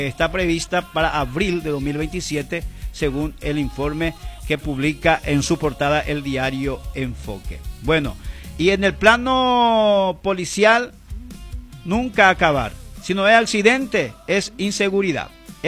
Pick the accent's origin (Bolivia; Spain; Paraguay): Paraguay; somos paraguayos y de que somos ciudadanos